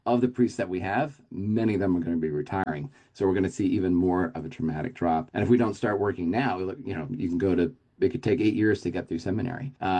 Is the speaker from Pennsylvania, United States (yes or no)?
yes; Philadelphia, Pennsylvania, United States; When we first started the ministry, it came from a point of saying, I'm from Philadelphia.